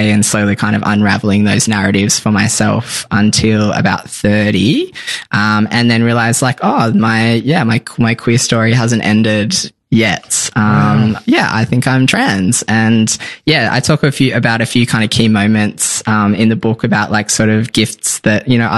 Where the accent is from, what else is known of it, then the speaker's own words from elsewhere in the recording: Tamworth, New South Wales, Australia; so I grew up in Tamworth, a country town in New South Wales, country music capital of Australia.